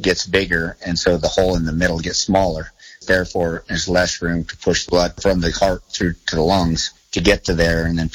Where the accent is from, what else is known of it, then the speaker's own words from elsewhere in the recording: Boulder, Wyoming, United States; Boulder, Wyoming. That's where the family ranch.